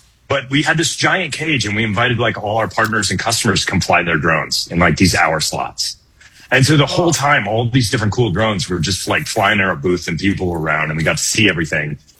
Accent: Michigan, United States; because I grew up in Michigan

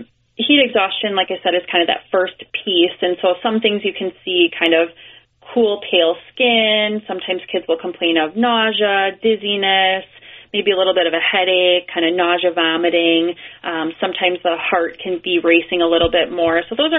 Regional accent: Wisconsin, United States; So I grew up in the Fox Valley, and when I was finishing medical school and residency, I knew I always wanted to come back and kind of serve this community.

